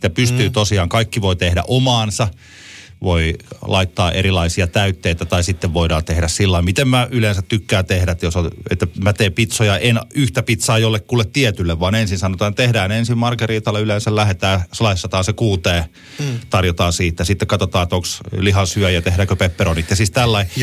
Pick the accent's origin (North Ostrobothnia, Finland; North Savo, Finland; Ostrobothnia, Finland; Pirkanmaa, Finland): Pirkanmaa, Finland; Ylöjärvi; mä oon Ylöjärveltä.